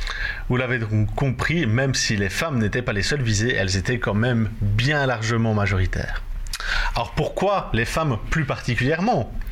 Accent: Namur, Wallonia, Belgium; chez nous à Namur

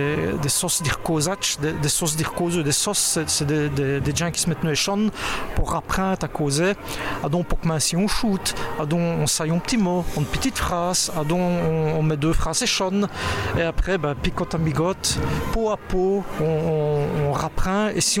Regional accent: Namur, Wallonia, Belgium; born there; J'ai venu au monde à Namur.

